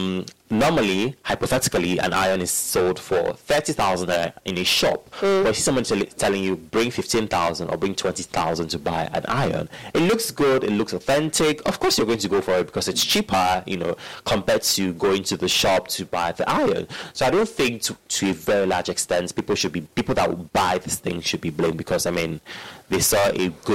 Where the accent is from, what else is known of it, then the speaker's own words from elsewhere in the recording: Nigeria; As a Nigerian